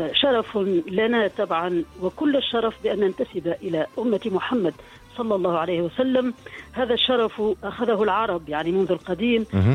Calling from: Tunis, Tunis Governorate, Tunisia

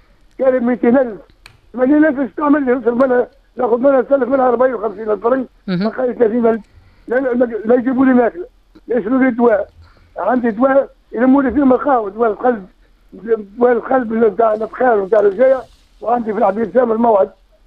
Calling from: Tunisia; من المحمدي

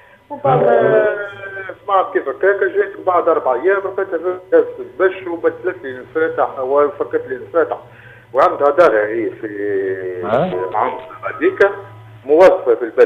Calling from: Nefza, Béja, Tunisia

